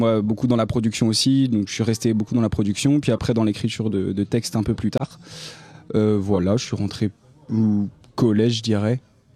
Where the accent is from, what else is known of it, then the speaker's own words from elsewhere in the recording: La Roche-sur-Yon, Pays de la Loire, France; moved away as an adult; now in Nantes, France; on est originaire de La Roche-sur-Yon. On a commencé, on s'est rencontrés au lycée. Et puis après, du coup, là, on est en études supérieures. Donc, on a décalé sur Nantes. Donc là, on est basé sur Nantes